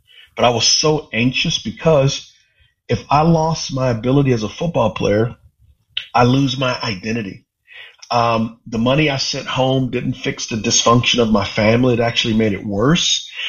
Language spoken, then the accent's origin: English; Texas, United States; And so growing up in Texas, the reason why I talk about football so much